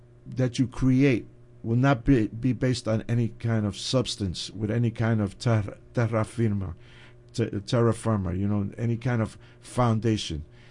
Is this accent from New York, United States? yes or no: yes; New York, United States; the Bronx Music Hall, which is at 438 East 163rd Street, 10 blocks from where I grew up on East 153rd Street in the Melrose Project, and right near where Arsenio used to live